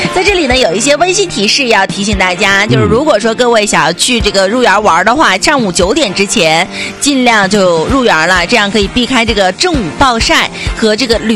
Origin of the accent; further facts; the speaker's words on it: Northeast China, China; accent: Northeastern; 用咱们东北话形容叫做香拽了，